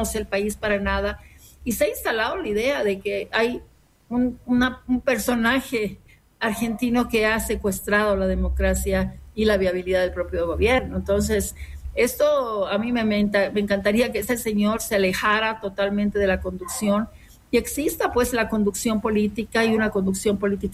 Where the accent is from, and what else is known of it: Bolivia